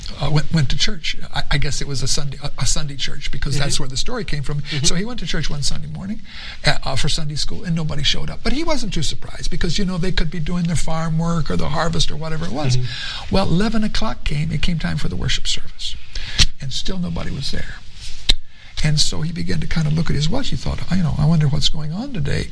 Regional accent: Florida, United States; I'd call him a cowboy, you know, okay. because I'm from Florida.

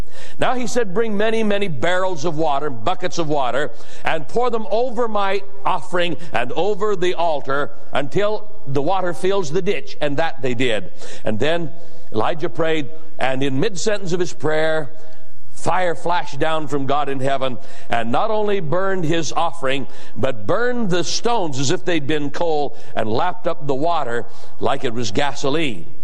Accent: Boise, Idaho, United States; my hometown newspaper. The Idaho Statesman, Boise, Idaho.

